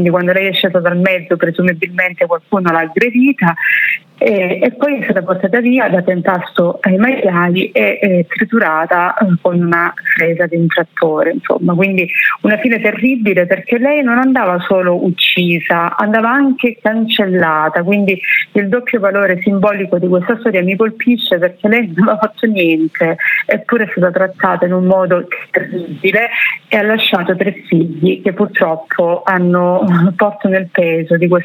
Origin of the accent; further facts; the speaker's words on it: Cinquefrondi, Calabria, Italy; un comune vicino al mio, lei viveva a Laureana di Borrello e io sono di Cinquecronica, quindi parliamo di 10 chilometri di distanza